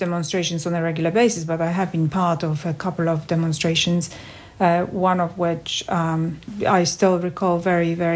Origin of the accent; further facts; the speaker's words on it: Warsaw, Masovian Voivodeship, Poland; I was born in Warsaw in Poland in 1966.